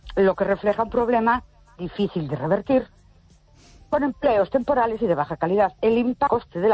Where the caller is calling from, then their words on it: Ourense, Galicia, Spain; Buenas noches … de Ourense.